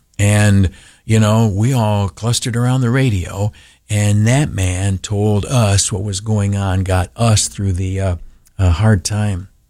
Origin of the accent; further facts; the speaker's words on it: United States; moved away; 1972, there was a big flood down where I grew up in Canastillo, Hurricane Agnes.